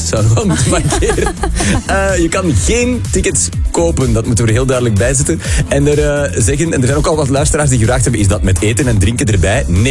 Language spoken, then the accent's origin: Dutch; Merksem, Flanders, Belgium; Nee, ik ben van Merksem, dat ligt er vlakbij.